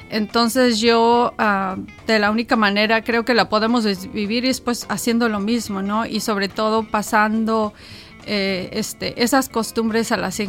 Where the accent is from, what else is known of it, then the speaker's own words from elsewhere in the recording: San Luis Potosí, Mexico; No, sí, soy de San Luis Potosí.